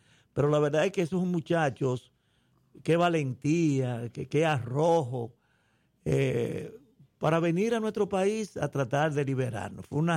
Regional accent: Imbert, Puerto Plata, Dominican Republic; en mi pueblo original, Inver

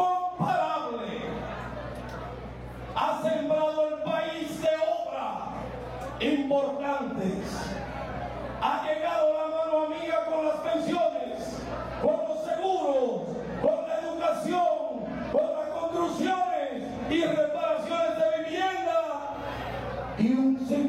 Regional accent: Valverde, Dominican Republic; se levanta con la fuerza para seguir trabajando en beneficio de mi pueblo, de mi provincia de Valverde.

